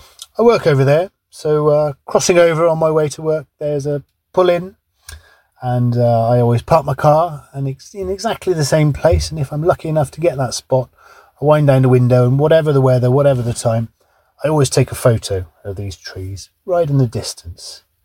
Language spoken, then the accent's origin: English; Bristol, South West England, United Kingdom; I grew up in Kingswood in East Bristol, a great place to grow up.